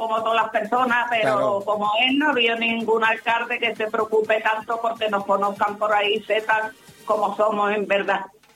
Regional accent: La Línea de la Concepción, Andalusia, Spain; Yo puedo salir, entrar y viajar, pero cuando vuelvo, como mi línea, no hay nada.

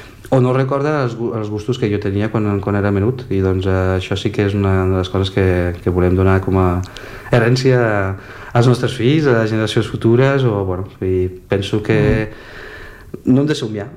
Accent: Valencia, Valencian Community, Spain; now in Barcelona, Spain; vaig conèixer la meva parella, que és francesa, però la vaig conèixer al meu poble, a València

